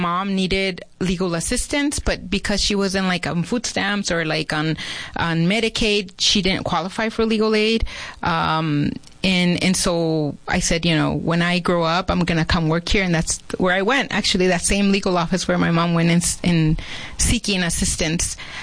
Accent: Los Angeles, California, United States; I grew up in L.A. I call it the land of … the San Fernando Valley. Went to the same high school as

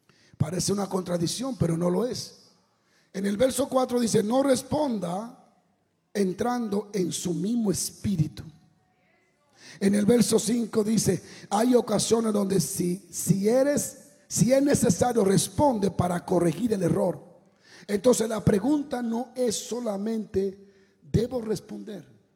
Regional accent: Dominican Republic; Yo soy dominicano.

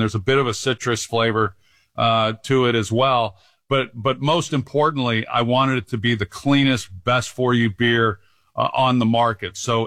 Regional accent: Oklahoma, United States; born or raised there

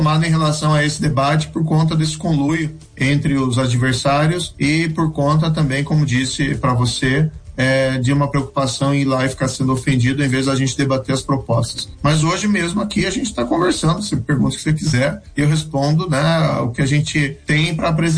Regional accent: Maringá, Paraná, Brazil; os valores e os princípios que eu aprendi com eles lá na minha cidade de Maringá, eu carrego para minha vida.

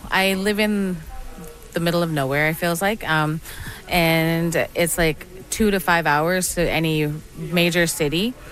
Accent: Saskatchewan, Canada; I'm from White Bear First Nations in Southeast Saskatchewan.

